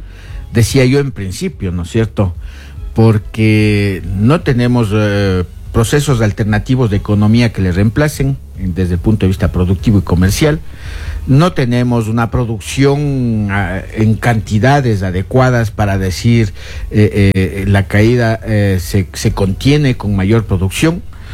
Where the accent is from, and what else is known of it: Ecuador